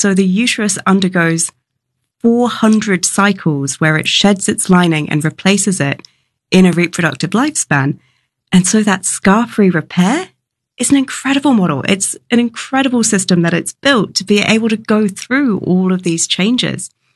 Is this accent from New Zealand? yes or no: yes; New Zealand; I grew up in New Zealand in Aotearoa, and we have so many beautiful species that are endangered